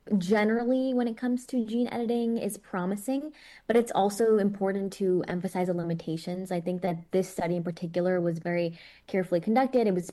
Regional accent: New York City, New York, United States; I'm from New York City.

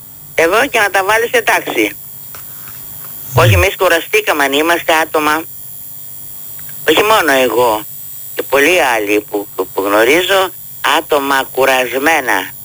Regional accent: Greece; moved away; also born or lived in Germany; στην πατρίδα μου

